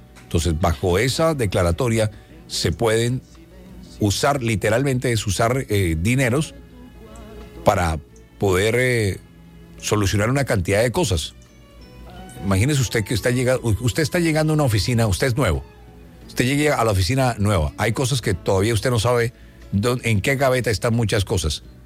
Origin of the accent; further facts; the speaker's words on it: Colombia; Estamos para unirnos como colombianos.